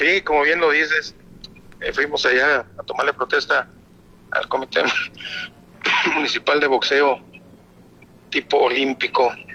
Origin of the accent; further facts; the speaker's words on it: Durango, Mexico; somos duranguenses y hay que estar pendiente con el equipo de Durango, equipo de casa